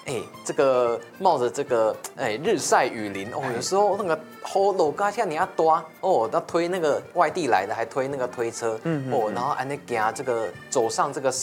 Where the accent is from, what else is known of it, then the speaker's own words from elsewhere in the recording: Taiwan; 我们台湾人